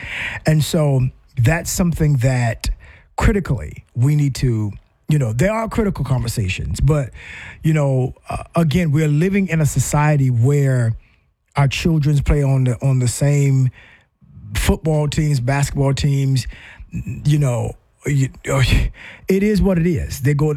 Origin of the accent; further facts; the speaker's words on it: the South, United States; I grew up in the South.